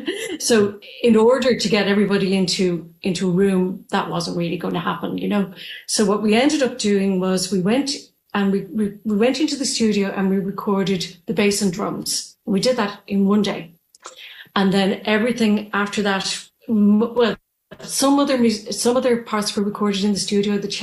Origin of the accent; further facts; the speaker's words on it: Ireland; Because I grew up in Ireland